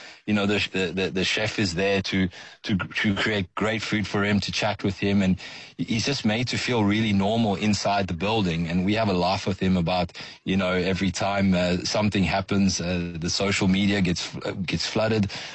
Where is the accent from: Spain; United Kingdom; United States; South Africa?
South Africa; moved away as an adult; I grew up in South Africa.